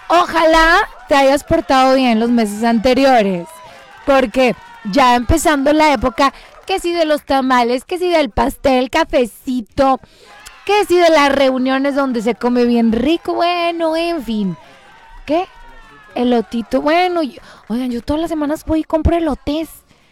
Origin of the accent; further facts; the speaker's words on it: Puerto Rico; porque soy puertorriqueña, ya tú sabes.